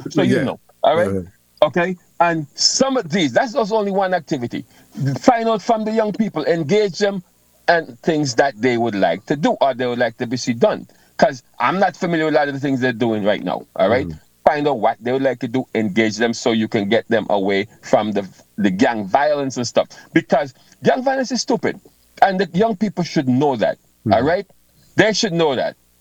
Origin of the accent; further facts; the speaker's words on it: Saint John, Antigua & Barbuda; Growing up in Grace Farm.